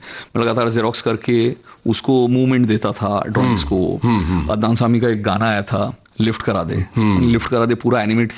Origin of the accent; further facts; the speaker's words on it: Ata Bira, Odisha, India; also born or lived in Bhilai; तब तक हम उड़ीसा शिफ्ट हो चुके थे भिलाई से, और ये बहुत छोटा सा गांव था, इसका नाम आता बिरा है।